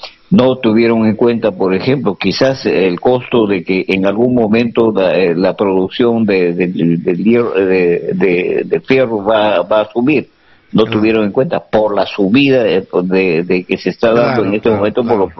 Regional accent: Lamud, Amazonas, Peru; born there; Yo soy lamotino, yo soy nacido en Lamo.

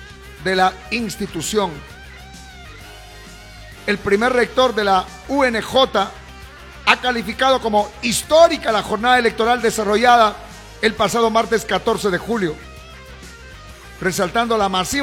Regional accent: Peru; Soy peruano y toda mi formación ha sido en instituciones públicas del Perú.

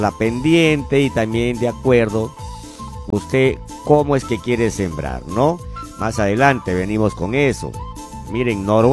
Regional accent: Utcubamba Province, Amazonas, Peru; moved away; yo ya tengo 57 años de vida natural de esta provincia de Utcubamba y ahora regresé a mi pueblo para trabajar.

